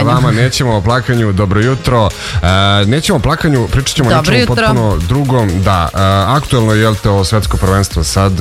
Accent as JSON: {"language": "Serbian", "country": "Serbia", "said": "Aha, misliš kao mi Srbi."}